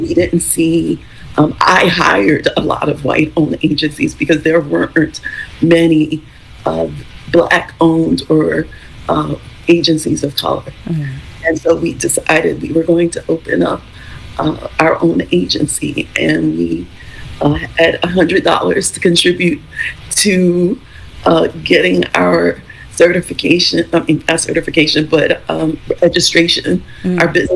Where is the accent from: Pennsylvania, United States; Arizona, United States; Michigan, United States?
Pennsylvania, United States; Philadelphia; So I ended up moving back here to Philly, my hometown. And then I moved to South Jersey and took a position teaching math.